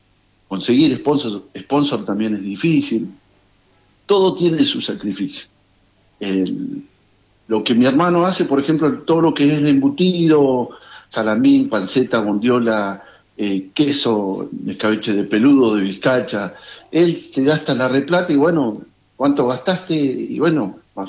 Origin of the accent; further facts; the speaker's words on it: Buenos Aires, Argentina; born there; now in Carmen de Patagones, Argentina; tengo 50 años, los 50 años los tengo acá en Carmen de Patagones. Nací en Villa Morando, para mí es la mejor villa